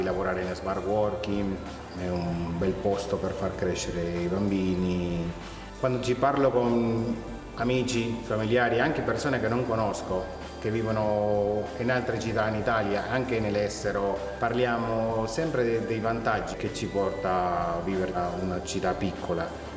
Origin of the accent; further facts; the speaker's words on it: Venezuela; now in Castel del Giudice, Italy; Sono originario dal Venezuela, vivo in Castel del Giudice da 4 anni con mia moglie e i miei figli